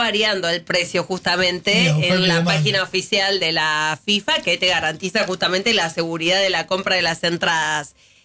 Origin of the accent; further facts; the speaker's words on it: Argentina; Somos los argentinos.